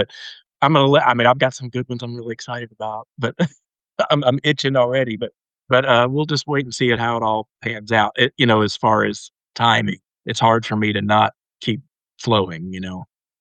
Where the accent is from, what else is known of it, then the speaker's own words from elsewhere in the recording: Nashville, Tennessee, United States; growing up in Nashville, the last thing that, you know, at least in the world that I grew up in, the little skater punk rock world, the last thing anybody wanted to be a part of was country.